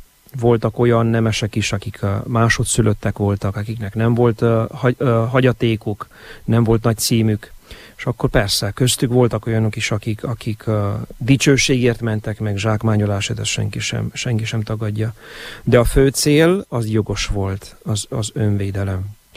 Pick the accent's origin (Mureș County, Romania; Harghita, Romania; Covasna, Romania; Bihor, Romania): Bihor, Romania; Oradea; Hát én, mint nagyváradi